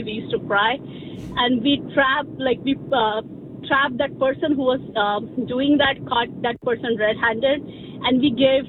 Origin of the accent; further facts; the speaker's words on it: India; English is a second language; now in New Jersey, United States; We grew up in India and we kept moving around. But finally, we are like just an hour apart, both in New Jersey.